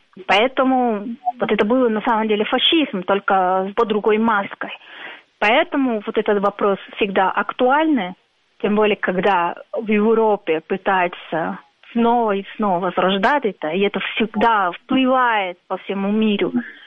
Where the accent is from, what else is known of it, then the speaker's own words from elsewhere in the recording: Colombia; Я, поскольку из Колумбии, и У нас в Колумбии, вообще в Латинской Америке, учат, что это не называется Великая Отечественная война.